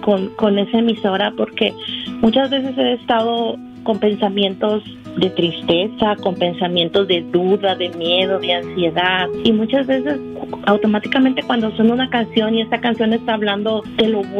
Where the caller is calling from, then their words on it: Tyler, Texas, United States; soy de Tyler, Texas.